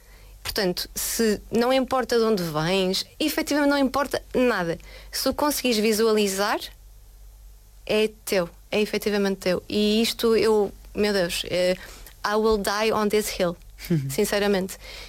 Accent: Vila Nova de Gaia, Norte, Portugal; Eu diria Praia da Granja, que é o sítio de onde eu venho, genuinamente. Claro. É um sítio muito feliz. É um sítio com uma luz incrível. É um sítio que te oferece paz, mas ao mesmo tempo muita clarividência.

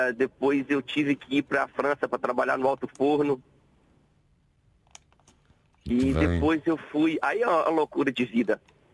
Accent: Teófilo Otoni, Minas Gerais, Brazil; Bem pertinho de BH. Eu sou de uma cidade chamada Teófilo Otoni.

